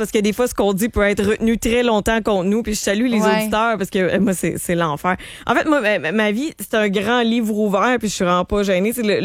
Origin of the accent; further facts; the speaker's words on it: Charlevoix, Quebec, Canada; moi, contrairement à toi, j'ai pas grandi à Québec. Je viens de Charlevoix